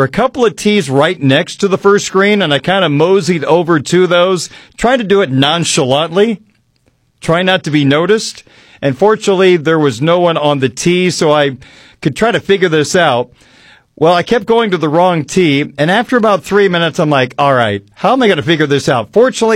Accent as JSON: {"language": "English", "region": "Indiana", "country": "United States", "lives_now": "Illinois, United States", "said": "Of course, here in Illinois, we play in the fall. I came from Indiana where they played in the spring, which I wouldn't want to do."}